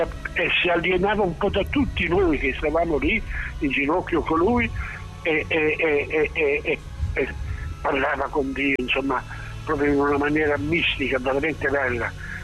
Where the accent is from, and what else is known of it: Naples, Campania, Italy